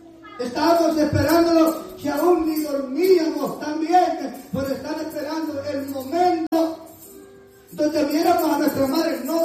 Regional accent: El Salvador; moved away

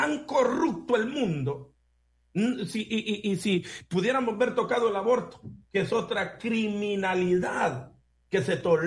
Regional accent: El Salvador; moved away; yo y hermano Pedro y yo somos salvadoreños

